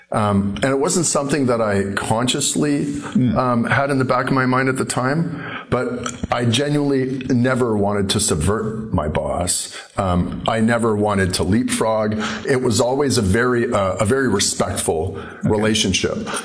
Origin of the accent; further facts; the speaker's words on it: Cape Breton, Nova Scotia, Canada; born there; But I was born in Cape Breton, and I like to think that I was raised with good values and good character.